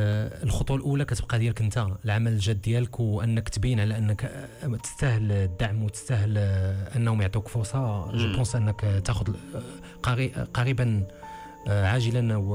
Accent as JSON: {"language": "Arabic", "country": "Morocco", "said": "كما تنقولوا بالمغربي"}